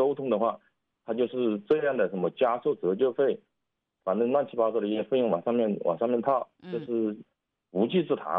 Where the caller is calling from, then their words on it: Changsha, Hunan, China; 我是那个岳麓区的